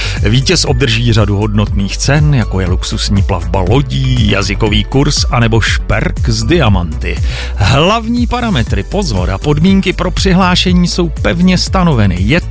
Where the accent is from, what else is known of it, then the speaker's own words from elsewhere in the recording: Kladno, Central Bohemian Region, Czechia; jsem z Kladna.